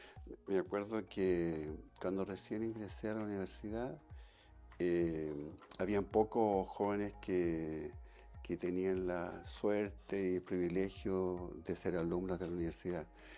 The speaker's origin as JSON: {"language": "Spanish", "town": "Tomé", "region": "Biobío", "country": "Chile", "tie": "born or raised there", "said": "Y nací acá en Tomé, en Cerro Alegre. Y en Cerro Alegre hay una calle llamada Rincón Grande en ese momento, número 88. Porque yo nací ahí, en la casa, no en el hospital."}